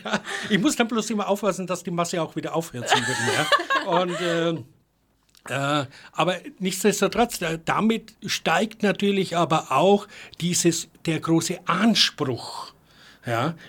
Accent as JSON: {"language": "German", "area": "Fürth district", "region": "Bavaria", "country": "Germany", "tie": "born or raised there", "said": "ich bin im Landkreis Fürth groß geworden"}